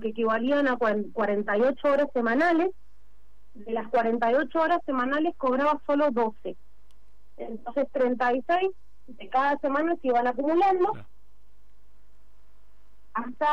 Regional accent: San Martín, Argentina; Yo en particular soy de San Martín.

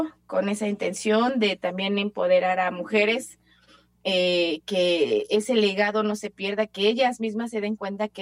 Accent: Puebla, Mexico; cuando hablaba yo de mi pueblo

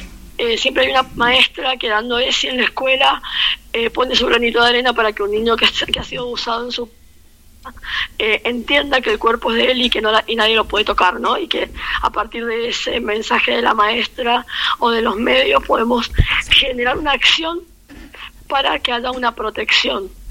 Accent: Tupungato, Mendoza, Argentina; yo soy de Tupungato

